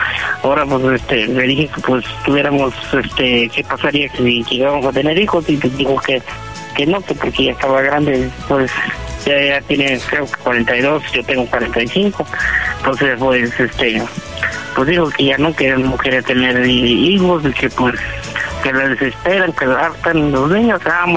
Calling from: Hidalgo, Mexico

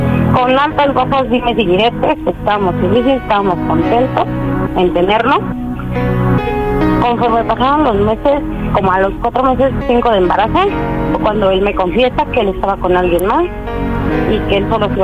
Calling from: Ecatepec, State of Mexico, Mexico; Tengo 30 años, soy de aquí de Catepec.

